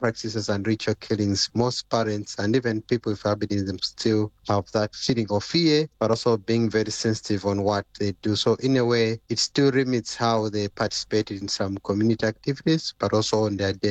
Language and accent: English; Malawi; Growing up as a person with albinism in Malawi, I faced such experiences right from school, and in our family, we are also three children with albinism.